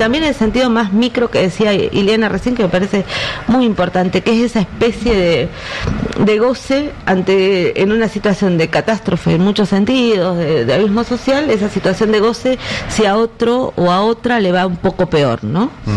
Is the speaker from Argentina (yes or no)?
yes; Argentina